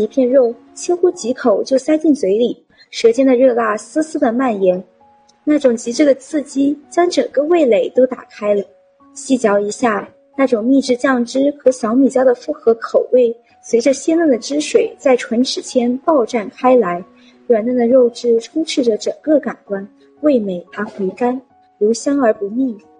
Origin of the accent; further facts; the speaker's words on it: Sichuan, China; now in Zhejiang, China; 主播的家乡就是有名的美食大省四川